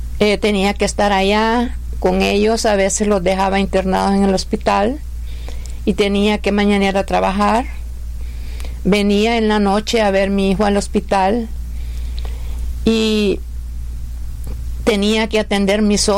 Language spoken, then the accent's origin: Spanish; Honduras; born there; nací en Honduras, tengo 5 hijos, soy madre soltera